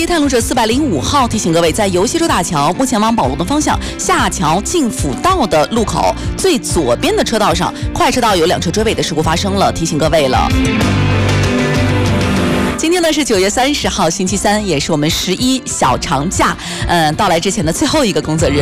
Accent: Taiyuan, Shanxi, China; moved away; 刚好去到了我的老家山西。其实山西这地儿呢最近几年特别的火，我自己作为山西太原人，我也是十分的骄傲啊。

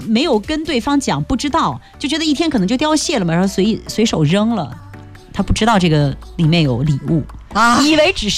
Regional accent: Fuzhou, Fujian, China; 我们福州人其实很多地方都没有去过的

